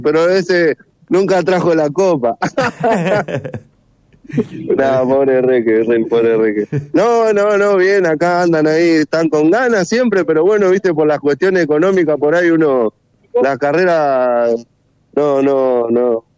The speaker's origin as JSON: {"language": "Spanish", "town": "Laguna Paiva", "region": "Santa Fe", "country": "Argentina", "tie": "born or raised there", "lives_now": "Santa Fe, Argentina", "said": "Yo soy oriundo de Laguna Paiva, pero en este momento estoy viviendo en Santa Fe."}